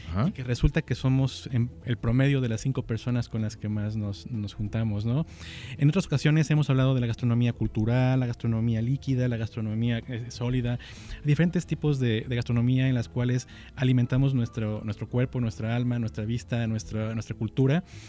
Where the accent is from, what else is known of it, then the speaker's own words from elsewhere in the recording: Veracruz, Mexico; Somos un estado muy afortunado. Un país en general, pero Veracruz tiene lo suyo.